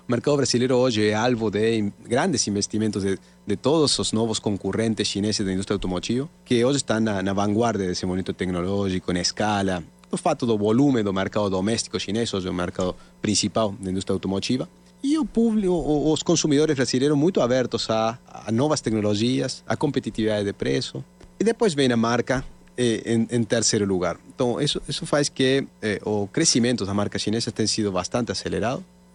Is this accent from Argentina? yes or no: yes; Argentina; argentino.